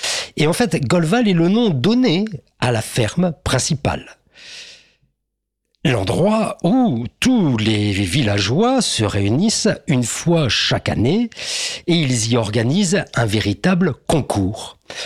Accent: the north of France, France; je vous emmène un peu de là d'où je viens, du Nord de France.

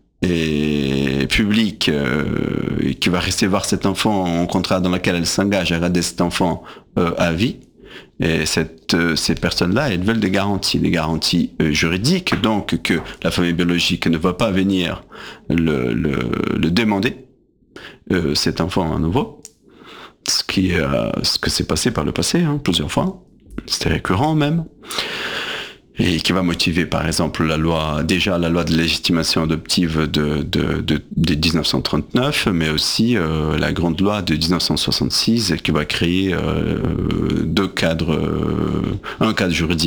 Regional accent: Brazil; first language Portuguese; French is a second language; now in France; Ça, il y en a aussi bien en portugais, là d'où je viens, du Brésil.

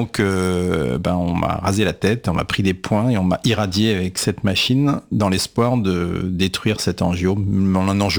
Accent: Paris, Île-de-France, France; Je suis né à Paris, j'ai grandi dans le 15e.

